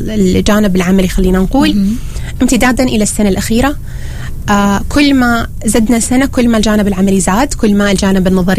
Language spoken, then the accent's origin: Arabic; Oman; إحنا عندنا في عمان عمليات الجراحة الفك جراحة الوجه والفكين